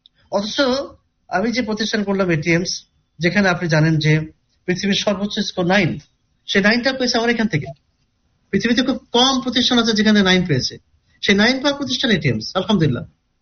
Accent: Kushtia, Khulna Division, Bangladesh; আমার বাড়ি যেমন কুষ্টিয়া

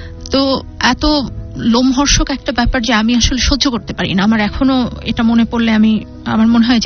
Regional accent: Patuakhali, Barisal Division, Bangladesh; আমার দেশের বাড়ি পটুয়াখালী।

